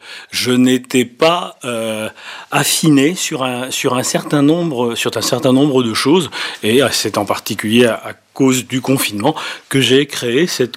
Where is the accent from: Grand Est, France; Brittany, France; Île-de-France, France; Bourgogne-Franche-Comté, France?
Brittany, France; first language Gallo; French is a second language; Donc je dis que ma langue maternelle, ben, c'est le patois, puisqu'on n'avait pas encore inventé le mot gallo à l'époque.